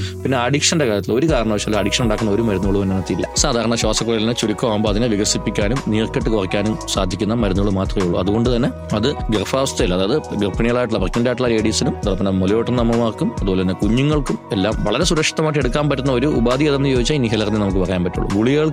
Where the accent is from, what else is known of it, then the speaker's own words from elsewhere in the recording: Kerala, India; ഞാൻ കുന്നുകൂടി സ്വദേശിയാണ്.